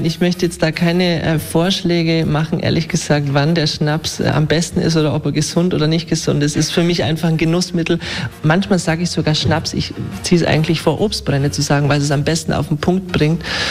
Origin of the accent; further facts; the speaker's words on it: Augsburg, Bavaria, Germany; now in Staufen, Germany; Ich komme ursprünglich aus Augsburg und habe damals den Wunsch gehabt, mich mehr mit Weinbau zu beschäftigen.